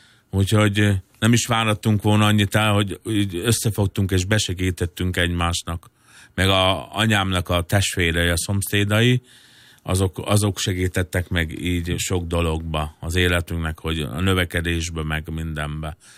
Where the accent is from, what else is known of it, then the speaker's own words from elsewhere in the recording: Novajidrány, Borsod-Abaúj-Zemplén, Hungary; Én Borsod, Abói Zemplén megyek kis településen, hát nem tudom, 1200-1500 fős községben laktam, Novaidrányban nevelkedtem fel.